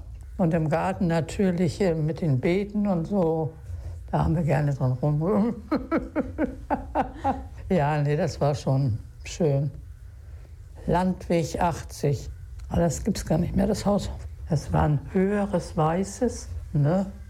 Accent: Hanerau-Hademarschen, Schleswig-Holstein, Germany; Ich komme ja aus Schleswig-Holstein, Hanerau-Hademarschen.

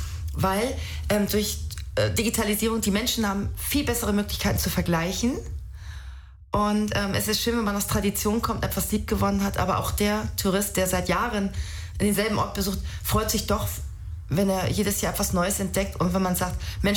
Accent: Schleswig-Holstein, Germany; Also ich bin Holsteiner Dirn, das müssen Sie mir nachsehen. Mit Friesisch bin ich nicht versiert.

